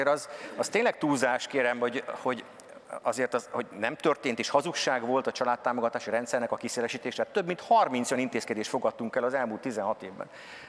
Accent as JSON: {"language": "Hungarian", "town": "Csepel", "region": "Budapest", "country": "Hungary", "tie": "born or raised there", "said": "én Csepelen nőttem föl, tehát ott jártam általános iskolában, kora gyerekkoromban fölkerültek a szüleim Budapestre, Csepelre"}